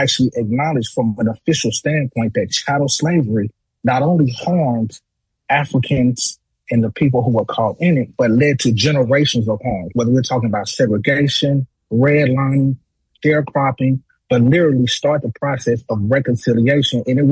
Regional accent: the South, United States; And being a Southerner, we know how much we acknowledge and revise the old South, right?

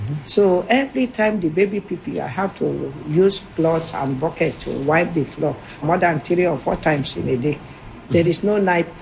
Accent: Mogadishu, Banadir, Somalia; English is a second language; I don't know how to say I come from Mogadishu. I just said, I come for job.

